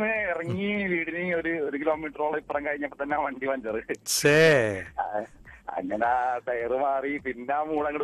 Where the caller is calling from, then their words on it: Kodungallur, Kerala, India; ഞാൻ കൊടുങ്ങല്ലൂറാണ് സ്ഥലം.